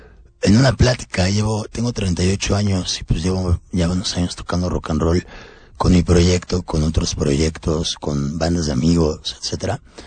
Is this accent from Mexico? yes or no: yes; Mexico